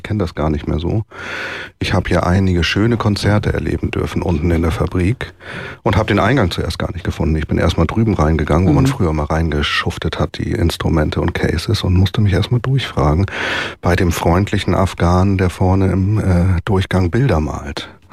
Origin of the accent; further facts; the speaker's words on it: Ehestorf, Lower Saxony, Germany; Ich hatte einen Nachbarn im Dorf. Ich bin in Ehesdorf aufgewachsen, beim Kiekeberg in der Nähe.